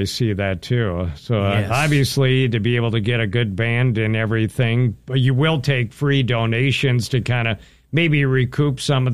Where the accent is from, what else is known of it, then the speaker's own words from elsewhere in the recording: Willmar, Minnesota, United States; I grew up in the Wilmer area, so Benson not far away